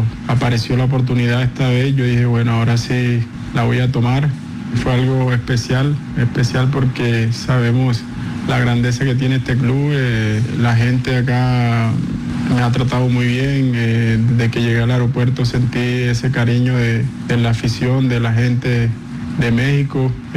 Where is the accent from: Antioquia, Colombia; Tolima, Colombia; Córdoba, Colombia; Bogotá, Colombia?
Córdoba, Colombia; Tierralta; soy de Tierra Alta, un pueblo cercano a Montería, que es la capital de Córdoba, y muy cerca a toda la costa Caribe, Cartagena, Barranquilla.